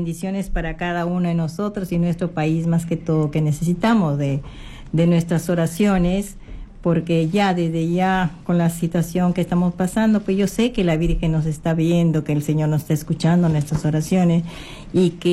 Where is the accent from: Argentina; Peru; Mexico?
Peru; Talara, Piura; now in Breña, Lima, Peru; Yo soy de Talara.